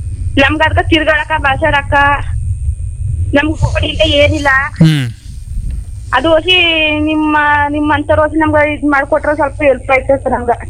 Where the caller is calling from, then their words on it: Karnataka, India; Anchipura ದಾಡಿಯಿಂದ.